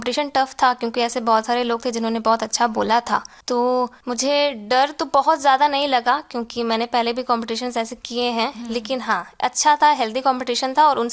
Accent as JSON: {"language": "Hindi", "town": "Muzaffarpur", "region": "Bihar", "country": "India", "tie": "born or raised there", "said": "मैं मूल रूप से मुजफ्फरपुर की निवासी हूँ"}